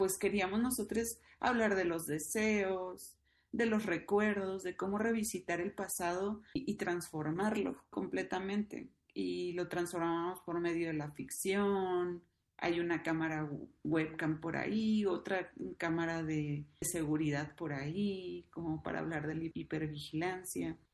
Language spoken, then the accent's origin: Spanish; Mazatlán, Sinaloa, Mexico; Les dos somos de Mazatlán, Sinaloa.